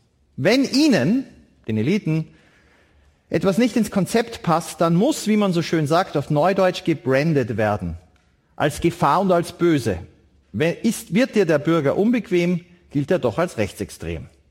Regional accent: Vienna, Austria; now in Berlin, Germany; Herzlichen Dank wieder einmal an den Falter für diese Gelegenheit und für die Chance, in meine Heimatstadt Wien zurückzukommen. Ich lebe derzeit in Berlin.

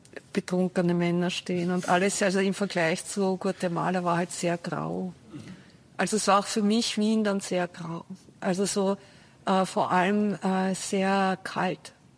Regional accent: Düsseldorf, North Rhine-Westphalia, Germany; accent: Düsseldorf dialect; ich habe damals den totalen Düsseldorfer Dialekt gehabt.

